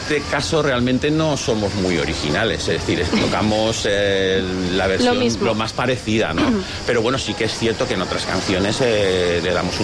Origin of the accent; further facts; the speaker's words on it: Xàtiva, Valencian Community, Spain; yo soy el que soy de Xàtiva